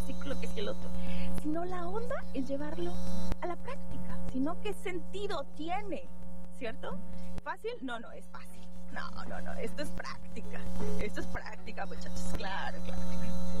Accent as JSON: {"language": "Spanish", "town": "Monterrey", "region": "Nuevo León", "country": "Mexico", "moved": "yes", "said": "yo soy regiomontana. ¡Sí! ¡A mucha honra!"}